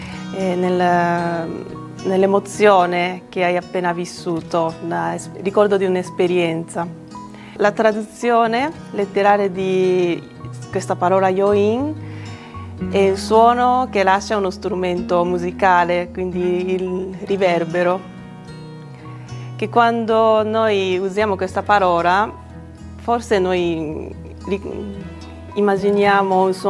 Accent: Japan; Italian is a second language; moved away as an adult; now in Italy; vengo dal Giappone e vivo in Italia da 15 anni.

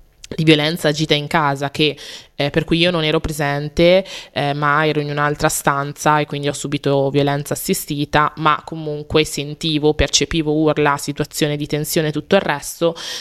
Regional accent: Cremona, Lombardy, Italy; born there; io sono nata a Cremona nel 1995

